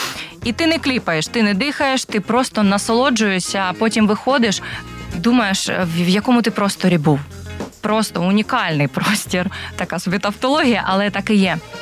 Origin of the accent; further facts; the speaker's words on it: Kharkiv, Kharkiv Oblast, Ukraine; now in Kryvyi Rih, Ukraine; Наприклад, я сама з Харкова, і багато чого бачила, багато вистав бачила